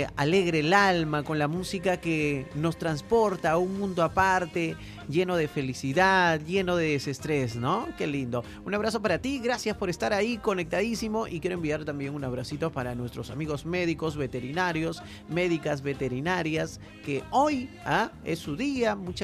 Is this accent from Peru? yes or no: yes; Peru